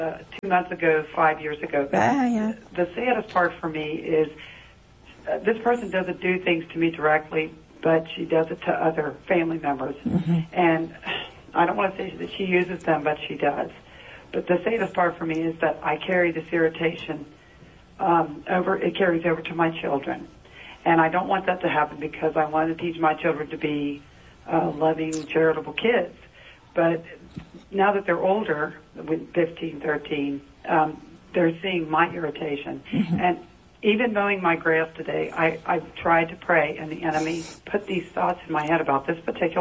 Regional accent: Walton, Kentucky, United States; I'm from Walton, Kentucky, and my question is, the first thing you said when the show began was silence of mind and heart.

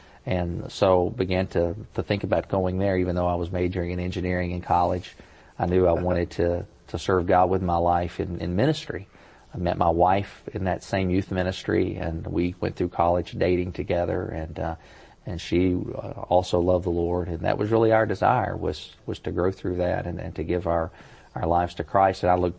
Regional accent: Lexington, United States; My background, growing up in Lexington, I'm in my hometown.

